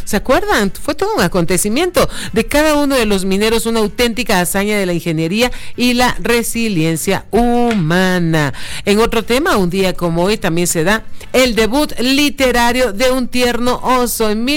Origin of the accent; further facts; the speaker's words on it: Panama; moved away; Un abrazo nuevamente a mi tierra en Panamá, cinturita de las Américas, puente del mundo, corazón del universo